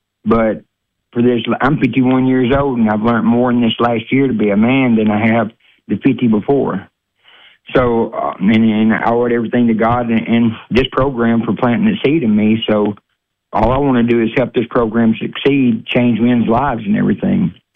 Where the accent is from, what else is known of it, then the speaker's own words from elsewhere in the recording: Harrisburg, Arkansas, United States; I'm from Harrisburg, Arkansas.